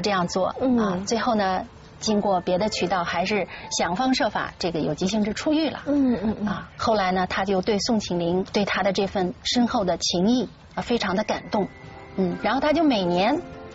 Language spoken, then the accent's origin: Chinese; China; 我们中国人